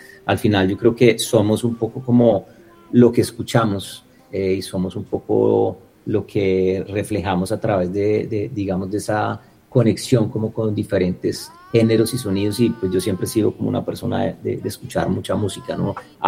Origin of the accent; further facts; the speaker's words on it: Colombia; moved away; Y esa es un poco mi historia desde que me fui de Colombia, ¿no? Alguien migratorio, un nómada que anda como con su música y sus historias